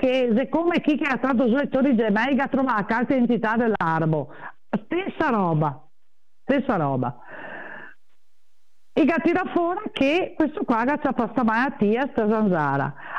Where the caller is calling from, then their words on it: Cartigliano, Veneto, Italy; cartigliano, cioè del mio paese